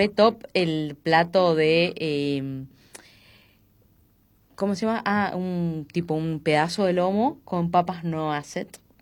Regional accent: Argentina; no somos racistas los argentinos

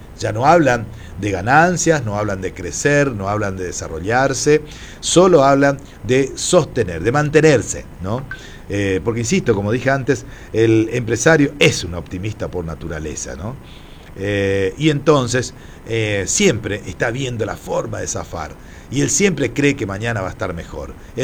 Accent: Argentina

